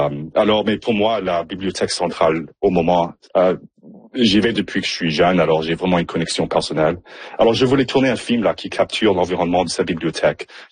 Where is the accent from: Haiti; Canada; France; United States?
Canada; Nipawin, Saskatchewan; Je suis originaire de Nipawin. Je suis même à Nipawin tout de suite là, chez mes parents.